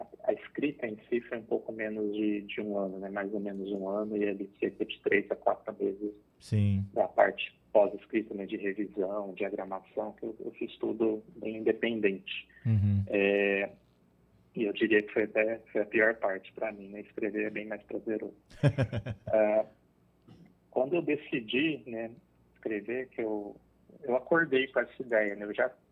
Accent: Ribeirão Preto, São Paulo, Brazil; eu sou de Ribeirão Preto, São Paulo

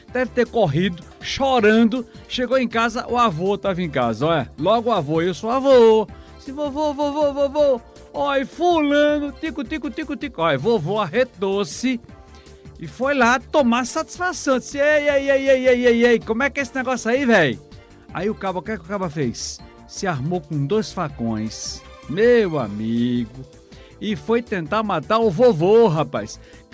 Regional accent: São Lourenço da Mata, Pernambuco, Brazil; lá na minha cidade, em São Lourenço

